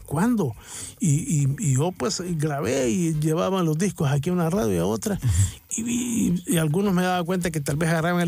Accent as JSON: {"language": "Spanish", "region": "San Miguel", "country": "El Salvador", "moved": "as an adult", "lives_now": "San Salvador, El Salvador", "said": "cuando yo vine de San Miguel a San Salvador a estudiar"}